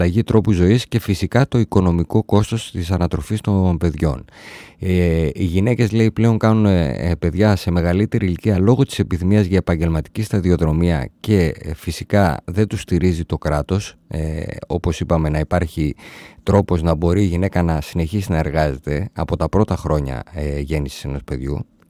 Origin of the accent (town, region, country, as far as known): Greece